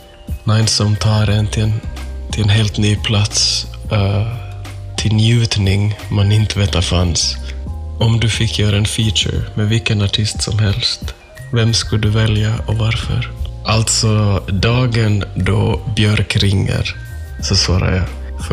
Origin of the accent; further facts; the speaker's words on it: Jakobstad, Ostrobothnia, Finland; Nya Testamentet. Jag är multikonstnär och kulturarbetare från Jeppis med rötter i Malax.